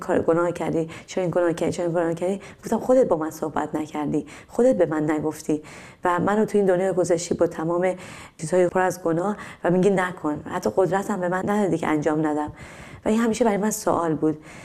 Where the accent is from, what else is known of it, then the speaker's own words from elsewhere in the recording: Iran; من از یه خانواده مذهبی خیلی شدیدی هستم توی ایران و توی خانواده بزرگ شدم و خانواده من تمام تعالیم مذهبی رو به من دادن